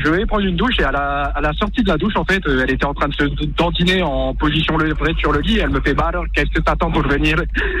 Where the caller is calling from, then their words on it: Montpellier, Occitanie, France; Et je suis de Montpellier.